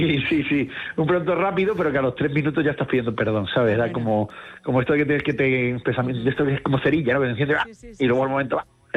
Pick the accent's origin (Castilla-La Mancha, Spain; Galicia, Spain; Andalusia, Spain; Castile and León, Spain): Andalusia, Spain; Cádiz; No, yo además me crié en Cádiz